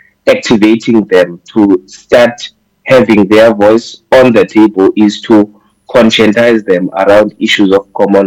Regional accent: Eastern Cape, South Africa; I grew up in the Eastern Cape

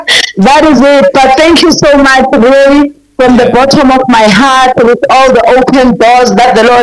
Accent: Carletonville, Gauteng, South Africa; my hometown, Carltonville

